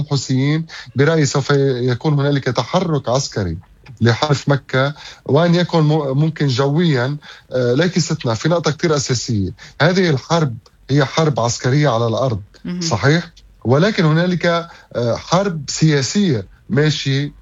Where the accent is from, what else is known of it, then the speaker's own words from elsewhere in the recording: Lebanon; نحن كلبنانيين